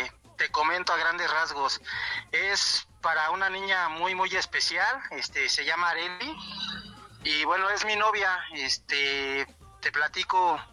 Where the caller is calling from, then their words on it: Ixtapaluca, State of Mexico, Mexico; te llamamos de aquí del Estado de México, del municipio de Iztapaluca.